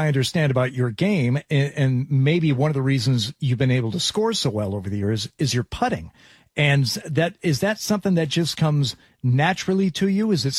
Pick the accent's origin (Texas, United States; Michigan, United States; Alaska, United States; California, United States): Michigan, United States; Detroit; I grew up in Detroit.